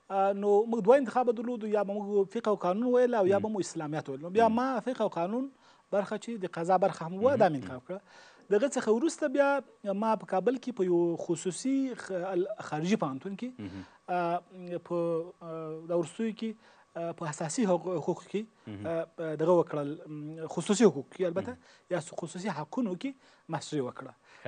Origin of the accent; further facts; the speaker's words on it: Kandahar, Afghanistan; also born or lived in Ghazni / Kabul; نو موږ بیا له کندهار نه یو دوه درې کاله مود الته درس زده کړې وکړې.